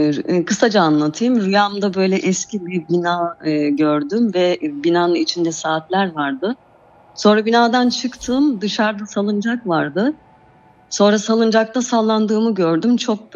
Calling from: Recklinghausen, North Rhine-Westphalia, Germany; Almanya'dan.

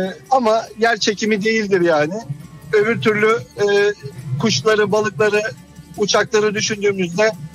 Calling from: Istanbul, Turkey; İstanbul.

